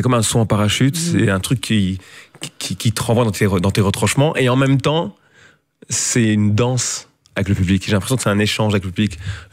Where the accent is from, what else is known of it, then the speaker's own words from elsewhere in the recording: Cape Town, Western Cape, South Africa; Voilà, à Cape Town, dans des bidonvilles